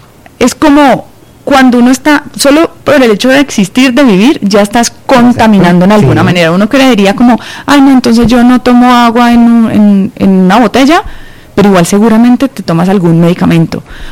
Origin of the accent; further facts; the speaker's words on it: Cali, Valle del Cauca, Colombia; Bueno, nosotros pues somos caleños, no sé si lo han notado. Nosotros fabricamos los Ecos, de hecho los Ecos los diseñamos y los fabricamos nosotros desde Cali